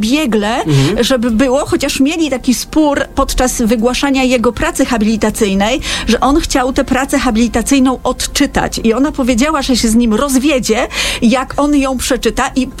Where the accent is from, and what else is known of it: Wrocław, Lower Silesian Voivodeship, Poland